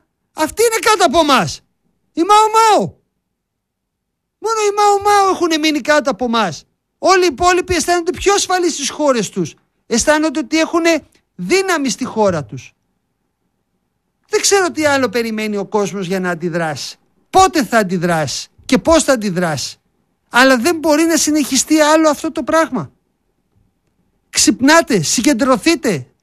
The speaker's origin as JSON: {"language": "Greek", "country": "Greece"}